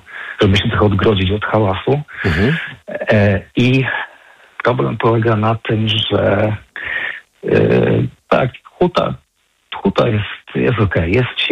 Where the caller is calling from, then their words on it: Kraków, Lesser Poland, Poland; ja mieszkam w Nowej Hucie i mieszkam na pierwszym piętrze.